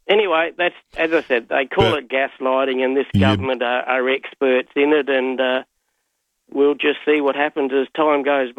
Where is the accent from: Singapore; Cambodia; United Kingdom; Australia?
Australia; Barrie, Victoria; I grew up in Berrie, and we had the Murray Line drive-in up there.